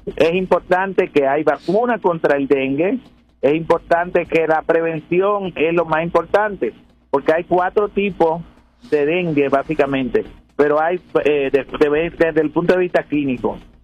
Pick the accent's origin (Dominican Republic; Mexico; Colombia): Dominican Republic; moved away; Nosotros que venimos de República Dominicana